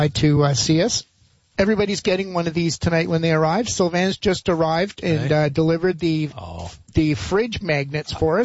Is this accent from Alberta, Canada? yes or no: no; Montreal, Quebec, Canada; I'd be growing up in Montreal. The Montreal Canadiens pocket schedule would come out.